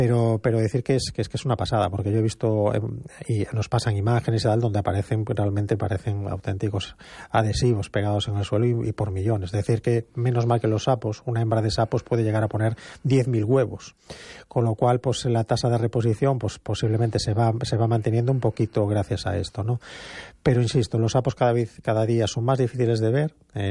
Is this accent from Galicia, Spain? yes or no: yes; A Coruña, Galicia, Spain; Yo recuerdo de pequeño que yo nací en Monte Alto, jugaba con mis hermanos en la zona de la Torre de Hércules